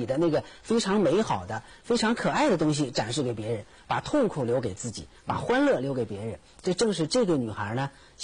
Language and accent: Chinese; China; 其实我们中国人经常喜欢说一句话